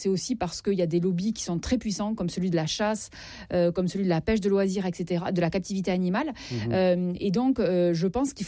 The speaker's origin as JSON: {"language": "French", "region": "Southwest France", "country": "France", "said": "Non. Alors, attendez, d'accord. Je suis du Sud-Ouest."}